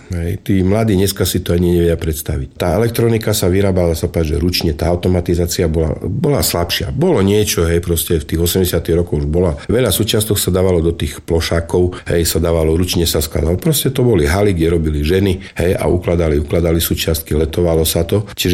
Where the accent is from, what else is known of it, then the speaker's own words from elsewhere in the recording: eastern Slovakia, Slovakia; Z východného Slovenska mali zobrať 30 žiakov. No a prišiel som na skúšky, z východu nás zostalo 30.